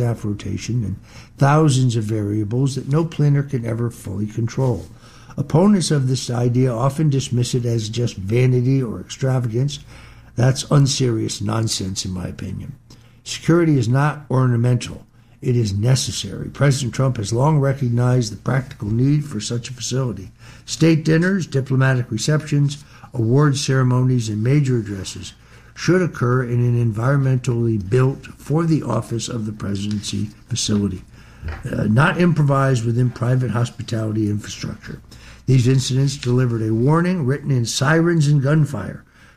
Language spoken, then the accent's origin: English; Connecticut, United States; Connecticut, my home state